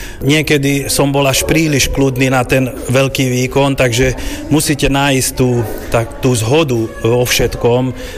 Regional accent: Komárno, Nitra Region, Slovakia; u nás v Komárne.

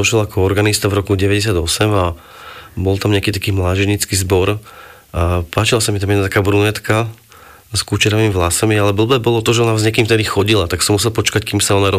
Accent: Bratislava, Bratislava Region, Slovakia; born there; also born or lived in Malacky / Rohožník / London; now in Stupava, Slovakia

